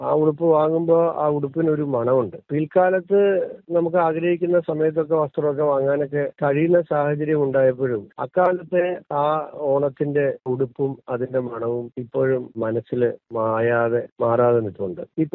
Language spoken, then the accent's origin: Malayalam; Mavadi, Kerala, India; ഞാൻ ജനിച്ചത് മാവടി എന്ന് പറഞ്ഞ ഒരു കൊച്ചു ഗ്രാമമാണ്.